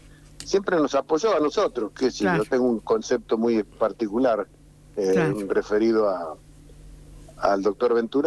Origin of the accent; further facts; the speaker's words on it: Realicó, La Pampa, Argentina; desde Realicó, mi pueblo.